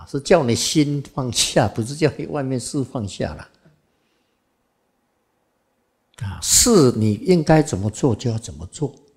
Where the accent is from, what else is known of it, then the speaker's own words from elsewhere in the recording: Xizhi, New Taipei, Taiwan; born there; 因为我是在北部出生的。我在汐止出生的嘛，那个体质又适合这里的气候、土壤啊